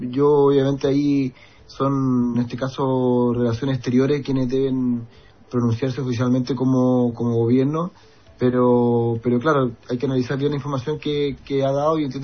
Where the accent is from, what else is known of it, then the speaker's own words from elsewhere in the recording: Chile; yo acá como diputado chileno